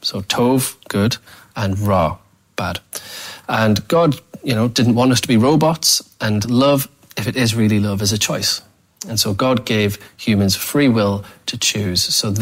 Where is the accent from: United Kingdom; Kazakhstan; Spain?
United Kingdom; North East England; Born and bred in the Northeast